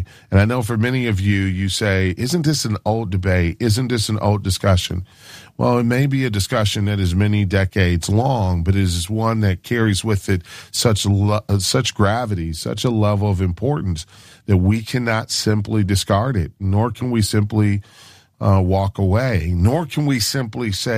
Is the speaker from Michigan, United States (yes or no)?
yes; Michigan, United States; my home state of Michigan